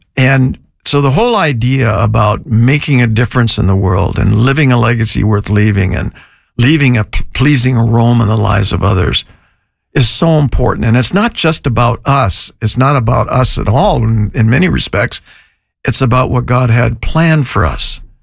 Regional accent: Sault Ste. Marie, Michigan, United States; She, you know, she grew up in Florida and I grew up in Sault Ste. Marie, Michigan. And we had 120, 160 inches of snow.

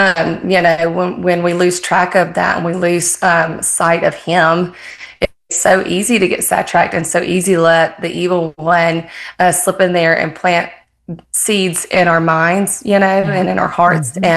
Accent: Bible Belt, United States; I grew up in the Bible Belt in church.

